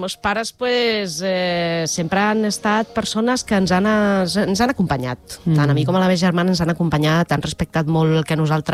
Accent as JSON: {"language": "Catalan", "town": "Terrassa", "region": "Catalonia", "country": "Spain", "tie": "born there", "said": "jo vaig néixer a Terrassa, soc terrassenca, fa gairebé ja, aviat 51 anys, ni més ni menys."}